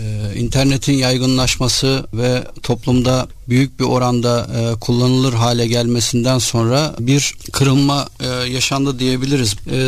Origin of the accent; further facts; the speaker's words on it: Istanbul, Turkey; born there; ben 1973 yılında İstanbul'da doğdum.